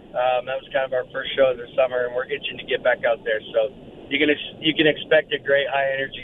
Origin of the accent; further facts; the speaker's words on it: Alberta, Canada; growing up in Alberta